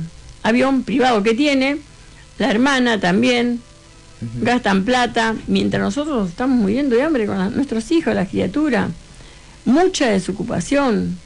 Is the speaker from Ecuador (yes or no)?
no; Argentina; me duele el alma decir que soy argentina